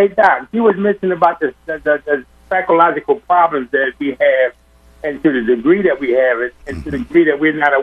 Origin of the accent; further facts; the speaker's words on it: Philadelphia, Pennsylvania, United States; I'm born and raised in North Philly, man. I thank God that I was born and raised in North Philly